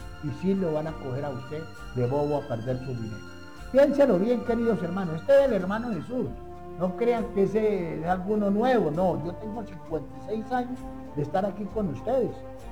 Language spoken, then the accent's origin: Spanish; Aquitania, Boyacá, Colombia; yo soy de Aquitania